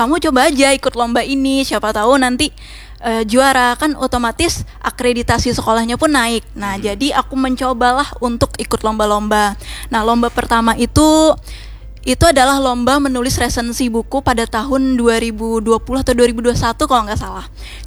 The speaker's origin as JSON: {"language": "Indonesian", "town": "Sampit", "region": "Central Kalimantan", "country": "Indonesia", "tie": "born or raised there", "moved": "as an adult", "said": "aku lahir pun di sana, dibesarkan di sana, bahkan dari sekolah, dari SD, SMP sampai SMA pun aku disampit di Kalimantan Tengah."}